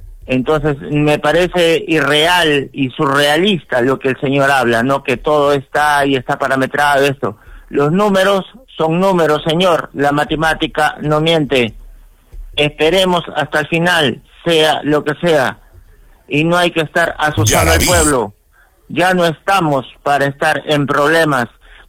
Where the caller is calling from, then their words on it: Arequipa, Peru; somos arequipeños